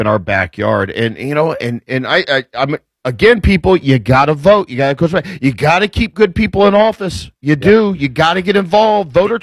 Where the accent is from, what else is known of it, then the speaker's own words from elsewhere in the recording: Indianapolis, Indiana, United States; moved away as an adult; now in Franklin, Indiana, United States; east side Indy, man. I grew up over there.